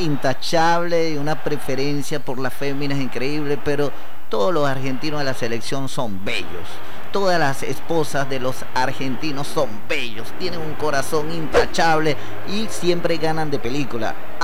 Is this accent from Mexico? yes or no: no; Venezuela; cuando vemos un maracucho aquí que viene a Maturín